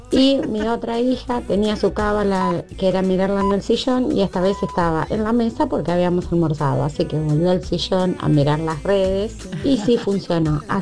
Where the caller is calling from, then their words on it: Loma del Mirador, Buenos Aires Province, Argentina; de Loma del Mirador.